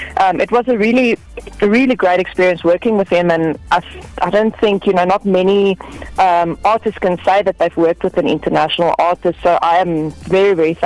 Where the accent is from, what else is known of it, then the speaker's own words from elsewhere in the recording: South Africa; oh, I'm from South Africa and I don't know, like, if my music, you know, is up to standard to the rest of the world.